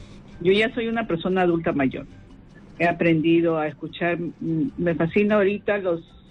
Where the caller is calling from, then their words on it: Lima, Peru; De San Martín de Porres